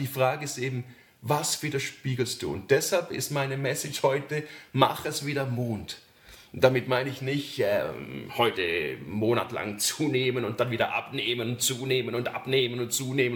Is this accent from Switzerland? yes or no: yes; Switzerland; Und ich als Schweizer habe schon so eine Affinität zu Pünktlichkeit. Das ist etwas, das ist wirklich schweizerisch an mir